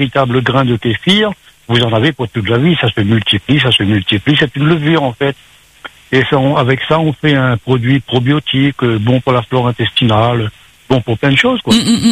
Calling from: Saint-Leu, Réunion; je suis sur Saint-Leu

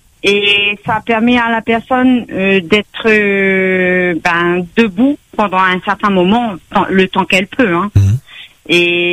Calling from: Réunion

